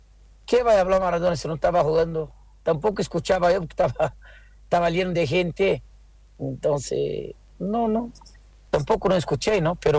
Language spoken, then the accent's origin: Spanish; Brazil; now in Bolivia; unos brasileños en Brasil, en nuestra casa. En nuestra casa no, porque ya me considero boliviano